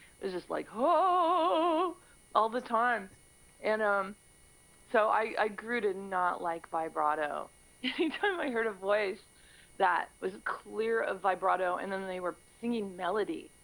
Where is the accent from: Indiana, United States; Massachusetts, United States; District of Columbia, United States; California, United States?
California, United States; Orange County; also born or lived in Long Beach; I was born in Long Beach, but I grew up in Orange County, south of Los Angeles.